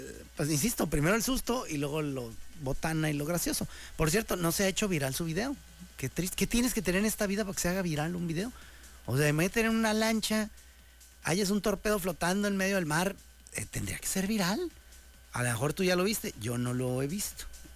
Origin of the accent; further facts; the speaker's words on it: Mexico; No pasa nada, somos mexicanos, viva México.